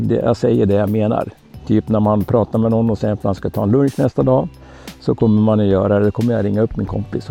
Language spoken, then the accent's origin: Swedish; Rovaniemi, Lapland, Finland; born there; Min finska bakgrund är att mina föräldrar kommer från Finland och jag är född i Rovaniemi.